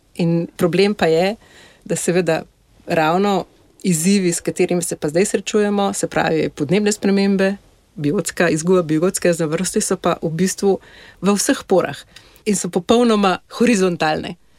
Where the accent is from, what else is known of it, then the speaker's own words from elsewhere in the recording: Križe, Upper Carniola, Slovenia; moved away as an adult; now in Innsbruck, Austria; jaz sem rojena v Alpah, v bistvu v vasici Križe, pod Kriško goro. Tako da razdijala sem se v gorah.